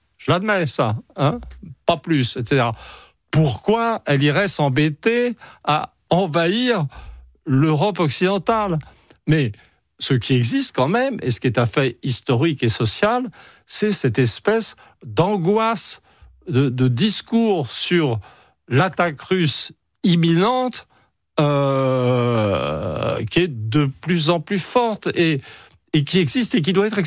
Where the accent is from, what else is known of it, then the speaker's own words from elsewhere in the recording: France; Mais la réalité, c'est que je suis un Français et rien d'autre, et un occidental, je dirais, vraiment.